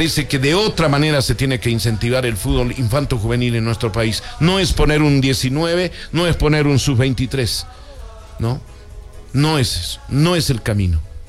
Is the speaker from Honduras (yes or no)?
no; Bolivia; Esas cosas necesitamos nosotros como bolivianos, aprender lo bueno.